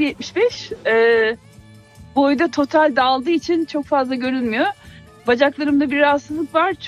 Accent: Çanakkale, Turkey; born there; moved away as an adult; now in Istanbul, Turkey; Kesinlikle Çanakkale'li kökenliyim öyle.

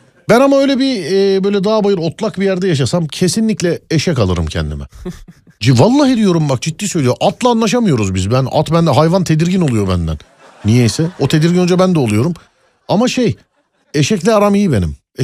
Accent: Ulus, Bartın Province, Turkey; Benim köyüm Bartın Ulus Köyü'dür

